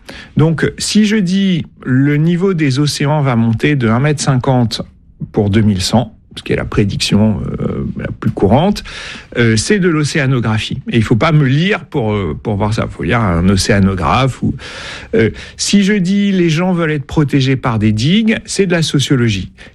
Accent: Nouvelle-Aquitaine, France; mais j'ai grandi dans les Landes, le littoral atlantique c'est une région que j'aime beaucoup

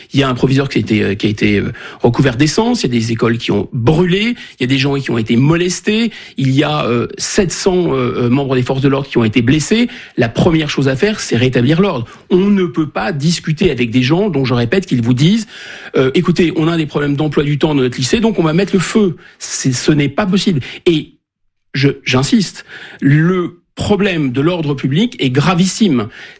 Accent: Normandy, France; Moi, je suis un Français de Normandie. Je me retrouve dans une classe en région parisienne, à La Courneuve

